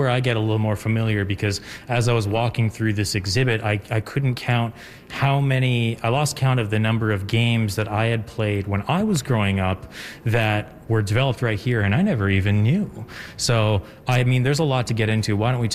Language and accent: English; Saskatchewan, Canada; For me, when I was growing up in Saskatchewan as a boy, I'd often go see my grandmother in Pelican Narrow, Saskatchewan. So we'd drive from Prince Albert, and it would be a four-hour drive.